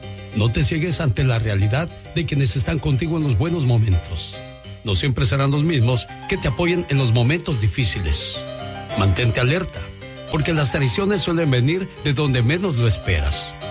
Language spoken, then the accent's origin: Spanish; Cosalapa, Oaxaca, Mexico; moved away; Porque un día salí de Cosalapa, Oaxaca, pero Cosalapa, Oaxaca nunca